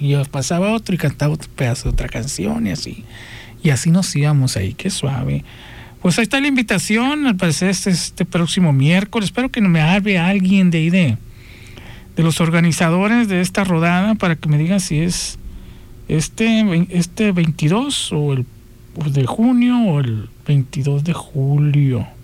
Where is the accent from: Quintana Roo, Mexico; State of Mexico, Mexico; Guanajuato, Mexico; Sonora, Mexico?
Sonora, Mexico; Guaymas; Me acuerdo cuando estaba jovencito, adolescente, no sé, yo soy de Guaymas